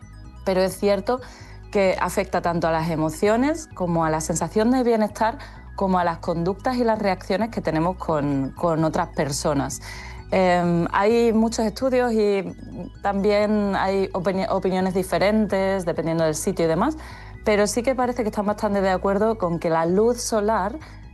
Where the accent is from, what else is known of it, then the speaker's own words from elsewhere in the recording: Extremadura, Spain; como soy extremeña, nunca me puedo quejar de que haga mucho calor en ningún sitio que no sea Sevilla o Extremadura.